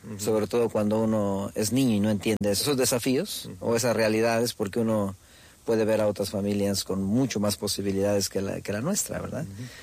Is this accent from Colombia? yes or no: no; Mexico City, Mexico; Bueno, yo soy mexicano, vengo de una familia grande en la ciudad, nací en la Ciudad de México.